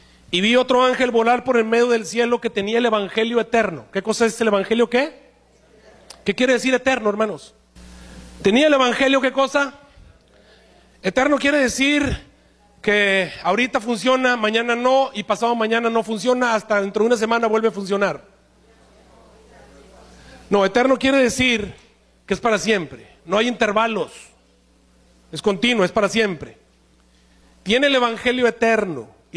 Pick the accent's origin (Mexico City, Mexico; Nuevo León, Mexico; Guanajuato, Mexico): Nuevo León, Mexico; Monterrey; en mi país natal, en México, y de pronto, en mi ciudad natal, en Monterrey